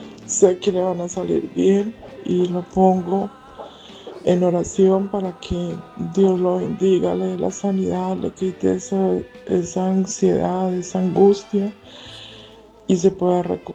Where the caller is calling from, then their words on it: Spain; Me encuentro aquí en España. Yo trabajo